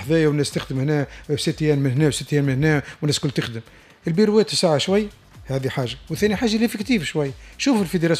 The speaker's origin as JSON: {"language": "Arabic", "country": "Tunisia", "said": "احنا عندنا في تونس"}